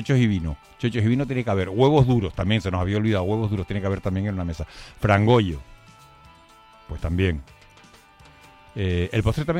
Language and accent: Spanish; Canary Islands, Spain; tú y yo somos más canarios.